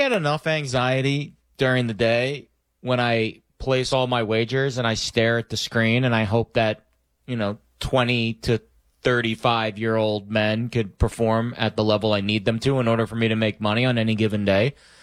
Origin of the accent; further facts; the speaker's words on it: New York, United States; I'm a New Yorker.